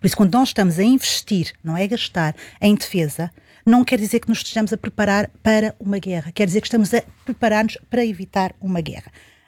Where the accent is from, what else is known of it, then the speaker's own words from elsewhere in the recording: Portugal; nós, enquanto portugueses